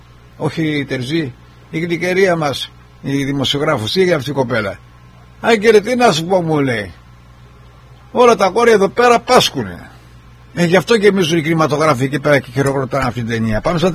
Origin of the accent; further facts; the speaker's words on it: Argostoli, Ionian Islands, Greece; moved away; Μου θύμισε τα παιδικά μου χρόνια στο Αργοστόλι που κι εγώ ήμουν αλιτάγκουρας, αλιτάκι, όπως λένε